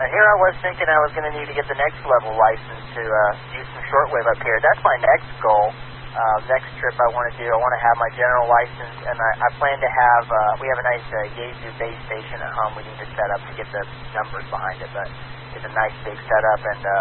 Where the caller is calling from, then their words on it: Texas, United States; I'm from Texas